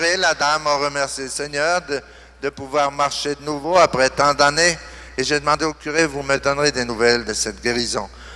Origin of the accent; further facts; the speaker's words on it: Canada; now in Santo Domingo, Dominican Republic; si on vous avait annoncé qu'un prêtre canadien venait prêcher ici